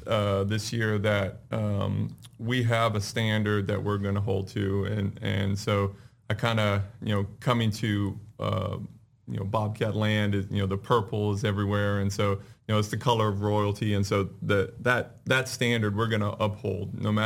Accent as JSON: {"language": "English", "region": "California", "country": "United States", "tie": "born or raised there"}